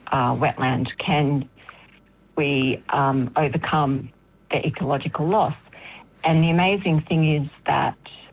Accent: Australia; my hometown.

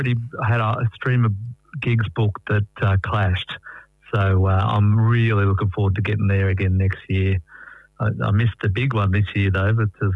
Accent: Tamworth, New South Wales, Australia; growing up in Tamworth.

